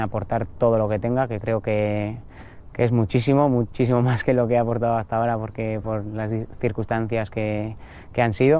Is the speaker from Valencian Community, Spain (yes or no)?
no; San Sebastián, Basque Country, Spain; also born or lived in Cantabria; now in Oviedo, Spain; Yo soy de San Sebastián, he pasado por Cantabria, ahora vengo a Asturias.